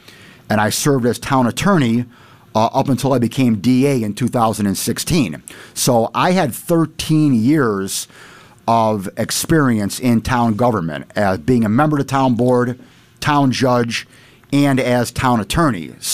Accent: East Aurora, New York, United States; my father moved from South Buffalo to East Aurora when I was young. And I grew up in East Aurora, went to East Aurora High School, and then went off to college.

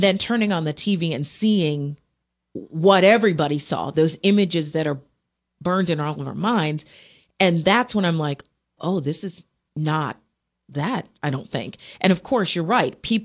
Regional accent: Frederick, Maryland, United States; And so I was working in my hometown of Frederick, Maryland.

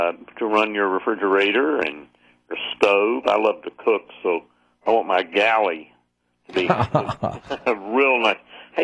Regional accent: Jacksonville, Florida, United States; moved away; return to my hometown of Jacksonville, Florida, and live on the St. John's River.

